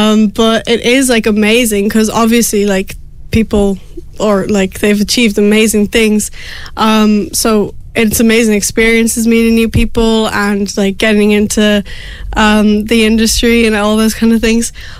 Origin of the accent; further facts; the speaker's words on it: South Africa; now in Wicklow, Ireland; I am originally from South Africa, but I live in Wicklow.